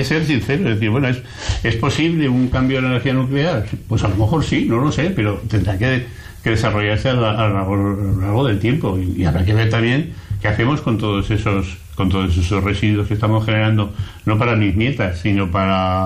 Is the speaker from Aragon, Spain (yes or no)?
yes; Aragon, Spain; now in Valencian Community, Spain; yo soy un aragonés aterrizado en el País Valencia